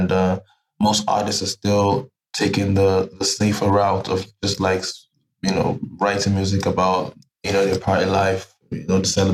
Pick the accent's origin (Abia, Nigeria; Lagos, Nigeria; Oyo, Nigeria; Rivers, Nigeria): Lagos, Nigeria; also born or lived in Abuja; now in Germany; I was born in Lagos, Nigeria, but my family is from the east part of Nigeria. So the east, southeast, Imo states. I'm Igbo from tribe. But I was born in Lagos. I grew up partly in Lagos.